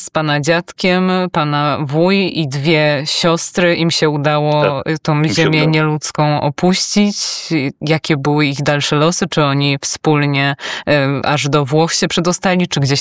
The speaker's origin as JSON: {"language": "Polish", "town": "Wadowice", "region": "Lesser Poland", "country": "Poland", "said": "Z Wadowic."}